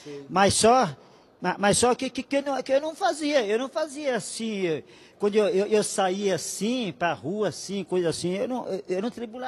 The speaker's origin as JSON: {"language": "Portuguese", "region": "São Paulo", "country": "Brazil", "said": "Eu vim do Ermelino Matarazzo."}